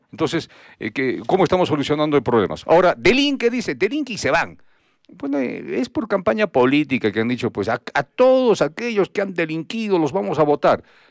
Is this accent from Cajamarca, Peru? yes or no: no; Arequipa, Peru; los arequipeños siempre nos hemos caracterizado de ser hospitalarios, ¿no? Porque aquí tenemos, convivimos pues con gente que ha venido no solamente del extranjero, sino de otras regiones